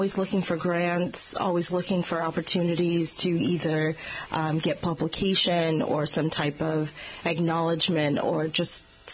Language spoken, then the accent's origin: English; Boston, Massachusetts, United States; I'm originally from Boston, mm-hmm. so we're a walking city, right?